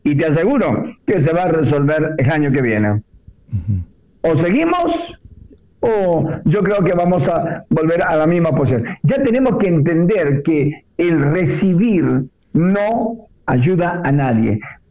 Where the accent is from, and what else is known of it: Argentina